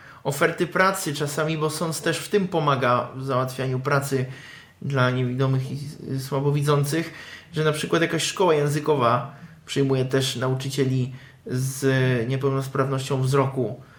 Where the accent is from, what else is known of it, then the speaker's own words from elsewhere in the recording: Prague, Czechia; u nas w Czechach.